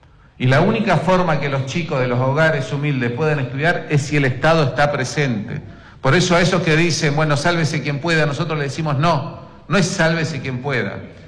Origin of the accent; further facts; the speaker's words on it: Neuquén, Argentina; Los neuquinos estamos muy orgullosos de nuestra capital.